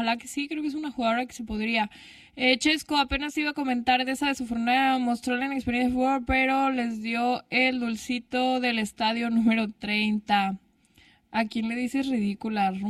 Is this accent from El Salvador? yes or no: no; Mexico; born there; no, yo sí soy mexicana, mi familia es la española, pero yo nací aquí.